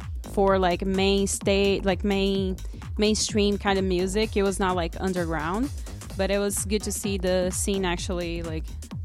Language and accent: English; Brazil; moved away; also born or lived in Texas; And yeah, I moved from Brazil there, and then